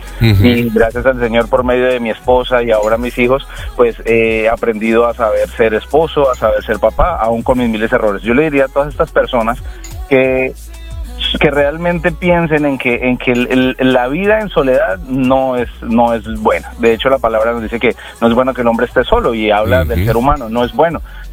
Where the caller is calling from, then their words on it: Colombia; de Colombia.